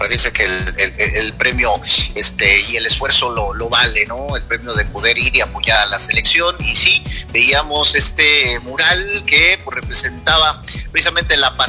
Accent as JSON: {"language": "Spanish", "country": "Mexico", "said": "la fuerza de la unión que tenemos como mexicanos."}